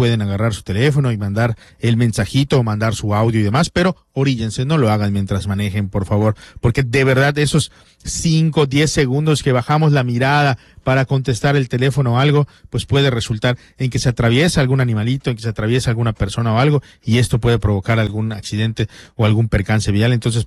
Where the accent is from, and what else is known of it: Yucatán, Mexico